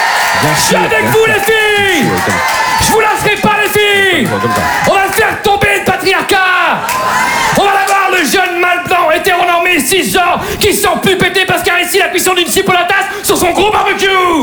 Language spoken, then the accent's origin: French; Hauts-de-France, France; Et je vous rappelle qu'on est du Nord.